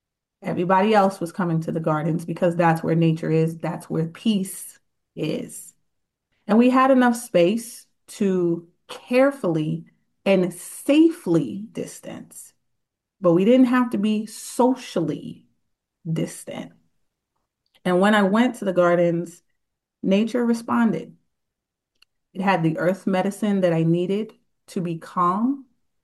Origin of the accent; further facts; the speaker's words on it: New York City, New York, United States; I am born and raised in New York City, and I'm often disheartened when people refer to my city as a concrete jungle.